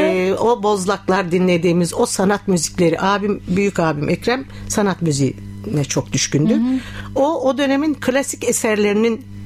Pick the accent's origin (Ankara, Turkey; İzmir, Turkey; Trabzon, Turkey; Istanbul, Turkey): Ankara, Turkey; Ankara'da doğdum.